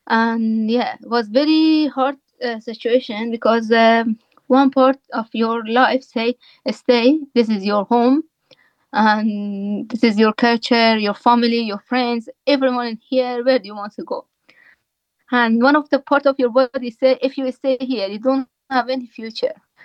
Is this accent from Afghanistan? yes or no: yes; Afghanistan; first language Dari; English is a second language; my first language after my Persian, like Dari language. So like English is going to be third one.